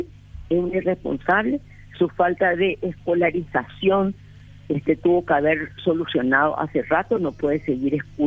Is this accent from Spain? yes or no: no; Paraguay